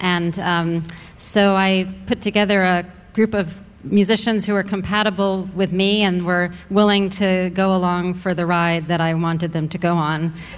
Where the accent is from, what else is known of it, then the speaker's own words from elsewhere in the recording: New York City, New York, United States; born there; I think I might be the only person in the group who's actually from Brooklyn, but I was born in Brooklyn and I am a real Brooklynite